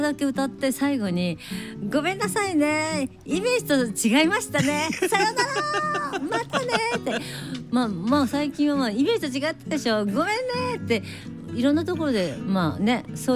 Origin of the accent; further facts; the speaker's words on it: Kansai, Japan; accent: Kansai dialect; 私関西人やし